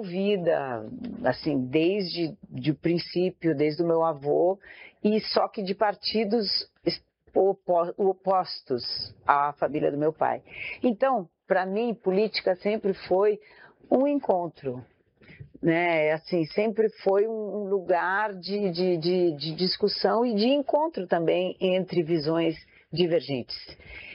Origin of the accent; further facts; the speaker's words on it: Rosário do Sul, Rio Grande do Sul, Brazil; born there; Eu nasci no Rio Grande do Sul, no Rosário do Sul.